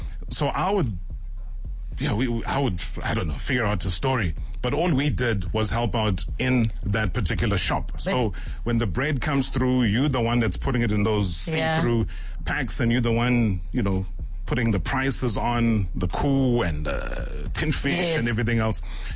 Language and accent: English; Vryheid, KwaZulu-Natal, South Africa; I was born in Vryheid, and you grew up in Kandla.